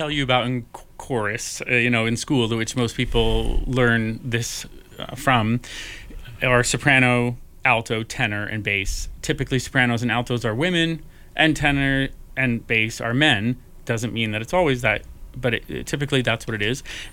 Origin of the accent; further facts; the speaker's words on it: Hanover, New Hampshire, United States; moved away as an adult; I am originally from the Northeast, from New Hampshire. I grew up in Hanover, where Dartmouth is